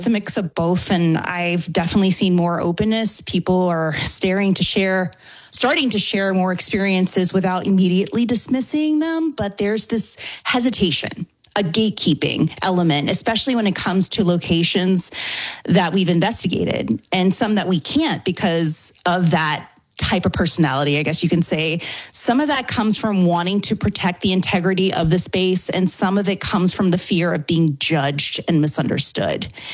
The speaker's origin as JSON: {"language": "English", "town": "New Orleans", "region": "Louisiana", "country": "United States", "said": "I hear that accent, y'all. I hear it. I hear it, baby. That's me. I'm from New Orleans."}